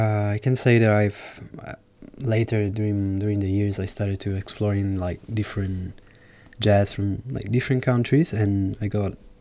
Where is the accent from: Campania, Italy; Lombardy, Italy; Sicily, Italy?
Sicily, Italy; Palermo; When I was 20, yes. And I'm from Palermo.